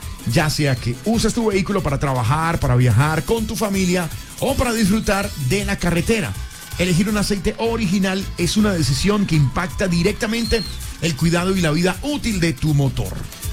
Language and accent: Spanish; Colombia; Lo que nos identifica a nosotros como colombianos, el amarillo.